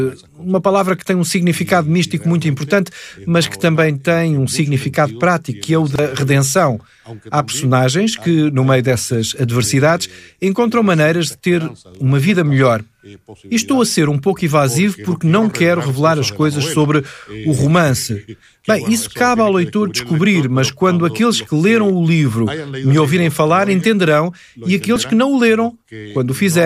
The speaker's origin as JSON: {"language": "Portuguese", "region": "Havana", "country": "Cuba", "tie": "born or raised there", "said": "E mais do que apenas de Havana, sou um escritor de um bairro de Havana chamado Mantilla, onde nasci e onde ainda moro."}